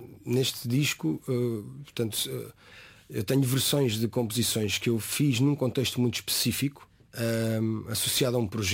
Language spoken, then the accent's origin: Portuguese; Torres Vedras, Lisbon, Portugal; born there; em Torres Vedras, na cidade onde eu vivo, onde eu nasci